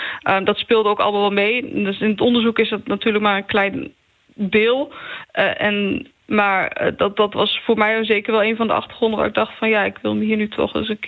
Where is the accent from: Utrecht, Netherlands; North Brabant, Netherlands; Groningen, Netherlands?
Utrecht, Netherlands; Wijk bij Duurstede; now in Germany; Ik kom eigenlijk niet uit deze regio. Ik ben geboren in Utrecht en getogen in Wijk bij Duurstede.